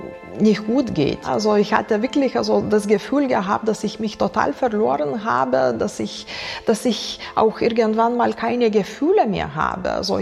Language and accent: German; Lithuania; German is a second language; moved away as an adult; now in Germany; Ich bin aus Litauen 2002 nach Deutschland gekommen mit meinem 7-jährigen Sohn. Ich war 26 Jahre alt.